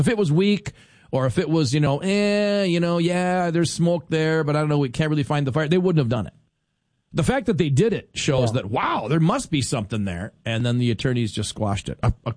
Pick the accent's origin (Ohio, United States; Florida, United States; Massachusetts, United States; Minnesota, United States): Minnesota, United States; as a Minnesotan or as an American.